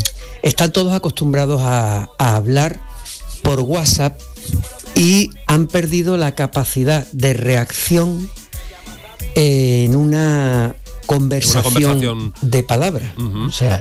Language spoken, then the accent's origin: Spanish; Cádiz, Andalusia, Spain; buenas tardes … de Cádiz.